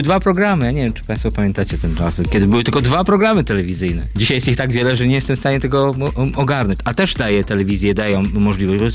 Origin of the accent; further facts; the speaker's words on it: Nowogard, West Pomeranian Voivodeship, Poland; Pochodzę z małego miasteczka na Pomorzu Zachodnim, z Nowogardu. Tam było kino, jest do dzisiaj, chociaż w remoncie dzisiaj, kino Orzeł, które dostarczało nam jako nastoletnim dzieciakom oczywiście tych filmowych przygód